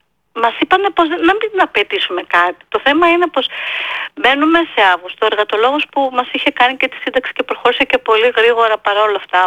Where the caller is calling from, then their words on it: Attica, Greece; από Αττική.